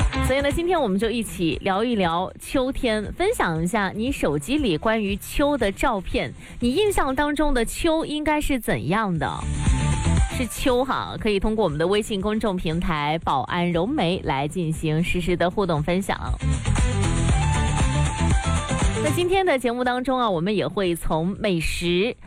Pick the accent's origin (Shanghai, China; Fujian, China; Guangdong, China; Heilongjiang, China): Guangdong, China; 作为土生土长的广东人